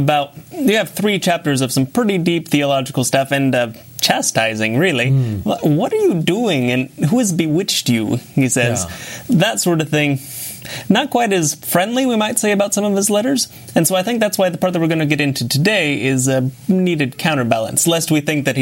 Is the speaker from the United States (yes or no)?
yes; Portland, Oregon, United States; Yeah, sure am, from the West Coast, and I went to Walla Walla University, so I'm familiar with Ty's hometown, and I'm actually from Portland, Oregon, so northwestern part, larger city, a little more urban and fancies itself a bit more green